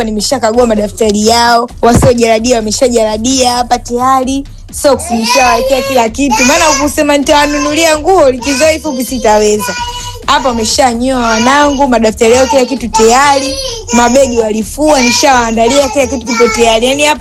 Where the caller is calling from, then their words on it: Kinondoni, Dar es Salaam, Tanzania; natokea Kinondoni.